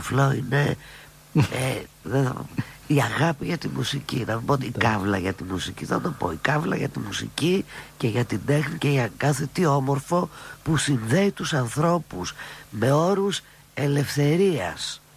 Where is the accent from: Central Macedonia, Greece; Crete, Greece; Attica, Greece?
Attica, Greece; Athens; εμείς που είμαστε City Rats, δηλαδή παιδιά που γεννηθήκαμε στην Αθήνα, αυτό ξέρουμε. Εδώ γεννηθήκαμε, εδώ μεγαλώσαμε, εδώ ερωτευθήκαμε, εδώ ζούμε.